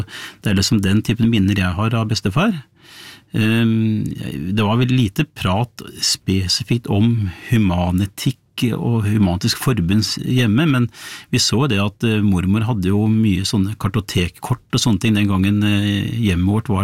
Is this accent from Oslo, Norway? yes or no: no; Bærum, Akershus, Norway; Ja, det visste jeg jo, fordi at jeg vokste opp I Bærum på 70-tallet, blått og konservativt Bærum.